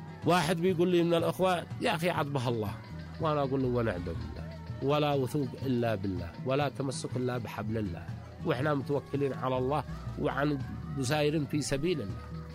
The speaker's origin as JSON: {"language": "Arabic", "town": "Sanaa", "region": "Amanat Al Asimah", "country": "Yemen", "said": "عندنا في صنعاء"}